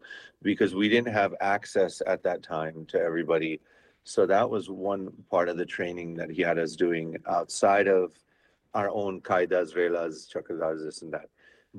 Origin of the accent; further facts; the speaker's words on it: Berkeley, California, United States; being a 7-year-old growing up in Berkeley, California